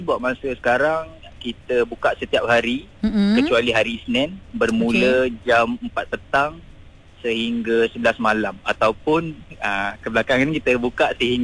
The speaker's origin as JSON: {"language": "Malay", "town": "Shah Alam", "region": "Selangor", "country": "Malaysia", "said": "Saya dari Shah Alam."}